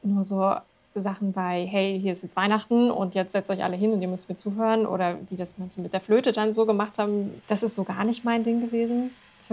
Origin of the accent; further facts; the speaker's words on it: Erfurt, Thuringia, Germany; Ich komme aus Erfurt und bin auch immer noch in Erfurt zu Hause